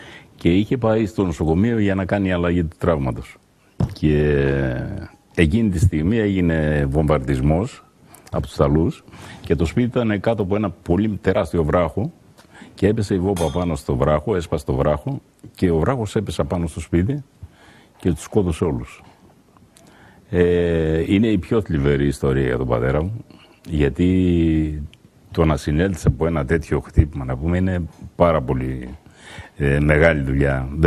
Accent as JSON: {"language": "Greek", "town": "Ioannina", "region": "Epirus", "country": "Greece", "tie": "born or raised there", "said": "Το πατρικό μου το σπίτι ήταν στα Ζευγάρια, στον Άγιο Σπυρίδωνα κοντά."}